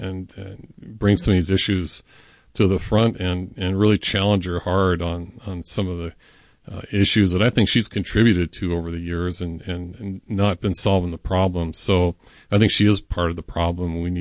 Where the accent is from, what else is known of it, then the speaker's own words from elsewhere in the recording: Montana, United States; also born or lived in North Dakota; now in Minnesota, United States; I grew up in Montana, North Dakota, and came to Minnesota, fell in love with the state, and raised three children here.